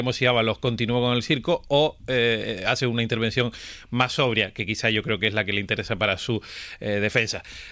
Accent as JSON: {"language": "Spanish", "region": "Canary Islands", "country": "Spain", "said": "yo soy canarión, pero la mitad de mi familia es chicharrera"}